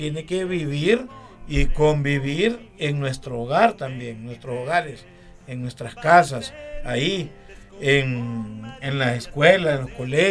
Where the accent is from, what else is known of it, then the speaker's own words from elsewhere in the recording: Honduras; born there; es la tierra donde yo nací.